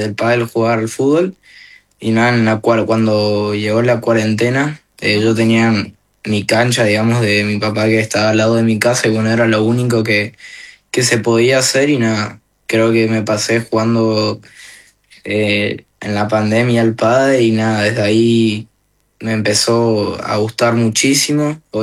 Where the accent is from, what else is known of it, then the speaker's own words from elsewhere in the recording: El Soberbio, Misiones, Argentina; Del Soberbio.